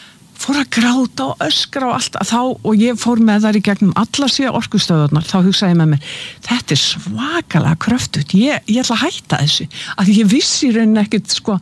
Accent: Keflavík, Southern Peninsula, Iceland; ég fætt og uppalinn í Keflavík í Bíklabænum

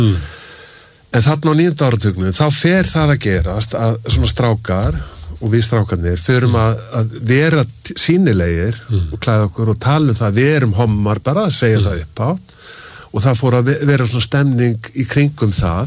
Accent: Bolungarvik, Westfjords, Iceland; ég er fæddur í Bólungavík og hérna, og þá vorum við, byggum við á svona íbúð í Bólungavík

